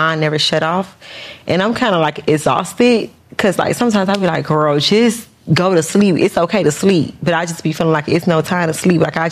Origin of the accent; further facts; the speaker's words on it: Opa-locka, Florida, United States; I was born and raised in Opa-locka.